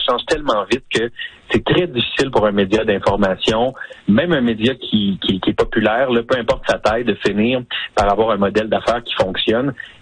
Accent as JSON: {"language": "French", "country": "Canada", "lives_now": "Ontario, Canada"}